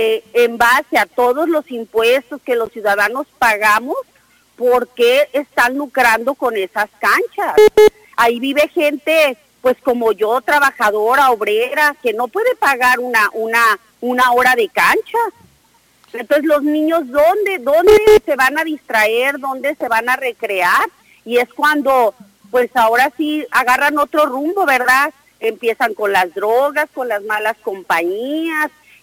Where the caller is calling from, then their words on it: Tijuana, Baja California, Mexico; de aquí, de Baja California, y pues obviamente de Tijuana, porque nosotros somos tijuanenses.